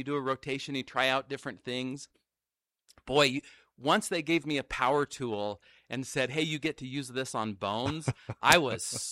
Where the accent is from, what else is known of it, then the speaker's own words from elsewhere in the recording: Alaska, United States; moved away as an adult; also born or lived in Hawaii / Provo, Utah / Virginia / Oregon; now in Utah, United States; I grew up in Alaska. I grew up in Kodiak and Juneau, Alaska. And then I've moved all over with my training since then, and including went to Hawaii for undergrad